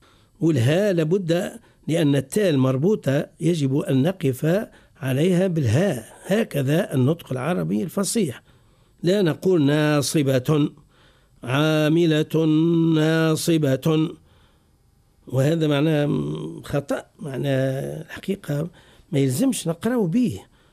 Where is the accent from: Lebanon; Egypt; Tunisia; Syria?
Tunisia; زاد محلي عندنا في تونس في بعض المناطق